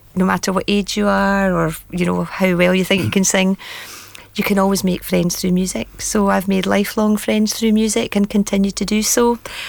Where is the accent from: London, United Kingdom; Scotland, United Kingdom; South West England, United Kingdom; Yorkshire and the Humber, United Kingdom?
Scotland, United Kingdom; my dad was a minister. So I grew up in the Church of Scotland